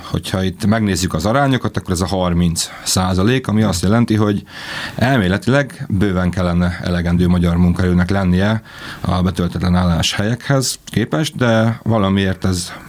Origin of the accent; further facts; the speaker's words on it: Békés, Hungary; Én Békés megyei vagyok